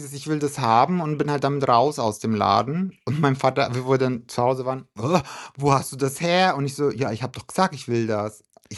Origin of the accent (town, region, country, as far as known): Rothenburg ob der Tauber, Bavaria, Germany